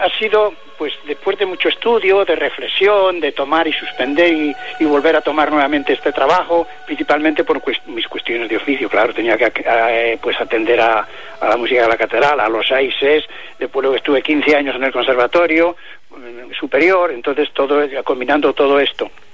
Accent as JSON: {"language": "Spanish", "town": "Palencia", "region": "Castile and León", "country": "Spain", "said": "Fuera de 3 años que estuve en Palencia, por eso soy de Palencia, todo el resto de mi vida ha estado aquí, estudiando y aquí."}